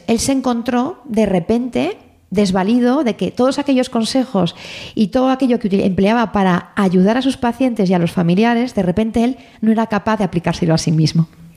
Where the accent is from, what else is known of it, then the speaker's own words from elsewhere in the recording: Zaragoza, Aragon, Spain; las jornadas fueron en Zaragoza, en mi tierra